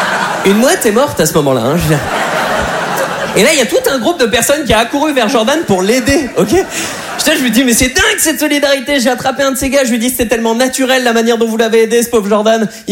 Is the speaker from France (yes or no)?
yes; Berck-sur-Mer, Hauts-de-France, France; J'ai eu la chance de rentrer au bled, dans le plus grand des calmes, comme on dit chez nous à Berck-sur-Mer.